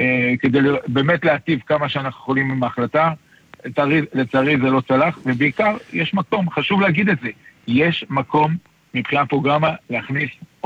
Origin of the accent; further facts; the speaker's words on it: Netanya, Central District, Israel; אני גדלתי בוותיקים, למדתי באלומות.